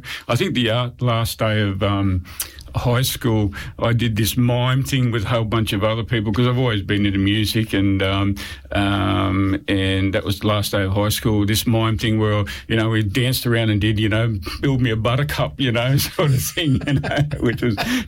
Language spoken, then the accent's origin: English; Grafton, New South Wales, Australia; born there; also born or lived in Sydney